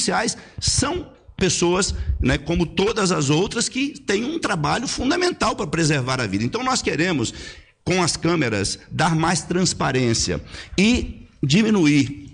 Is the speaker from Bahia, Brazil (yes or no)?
no; Cariacica, Espírito Santo, Brazil; Eu sou de Cariacica, conheço bem a realidade do Espírito Santo